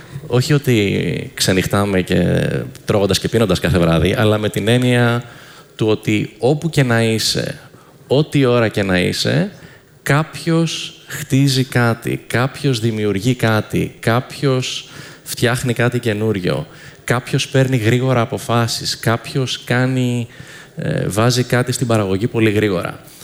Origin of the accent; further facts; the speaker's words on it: Athens, Attica, Greece; moved away as an adult; now in New York, United States; μεγάλωσα στην Αθήνα, μεγάλωσα στην Ελλάδα, τελείωσα το Λύκειο εδώ. Είμαι σχεδόν 30 χρόνια τώρα στην Αμερική, στη Νέα Υόρκη.